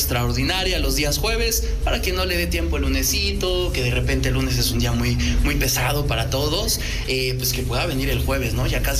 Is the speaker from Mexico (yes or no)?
yes; Mexico; Algo que nos distingue como mexicanos es que somos muy luchones.